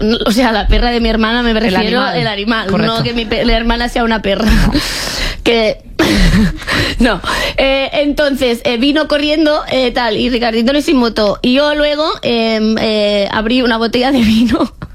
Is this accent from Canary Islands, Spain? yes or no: no; Catalonia, Spain; Yo bebo agua porque soy catalana, ¿vale?